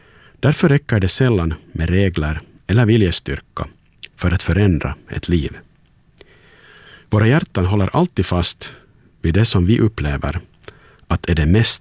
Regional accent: Turku, Southwest Finland, Finland

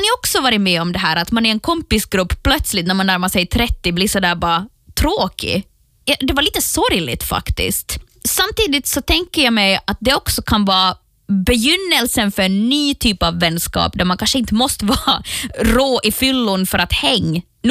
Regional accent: Ostrobothnia, Finland; now in Stockholm, Sweden; Vi är alla från Österbotten, men nu är vi ju lite utspridda i världen.

